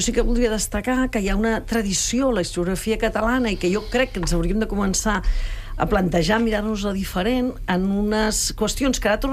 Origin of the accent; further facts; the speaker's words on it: Catalonia, Spain; Pla de l'Estany, que és la meva comarca, Pla de l'Estany...